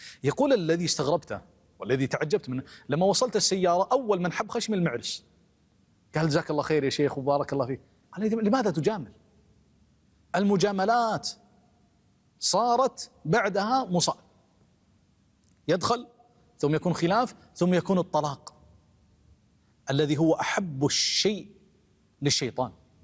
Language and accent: Arabic; Kuwait; وعندنا بالكويت